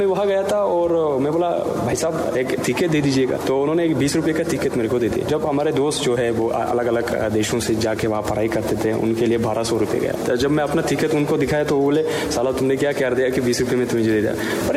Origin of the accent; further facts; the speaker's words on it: Tajikistan; Hindi is a second language; लोग मुझे नहीं समझे कि मैं ताजिकिस्तान से हूँ, वो बोले थे कि हाँ मैं एक भारतीय हूँ